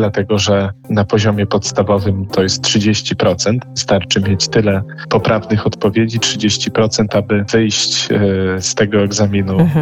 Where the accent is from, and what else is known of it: Warsaw, Masovian Voivodeship, Poland; born or raised there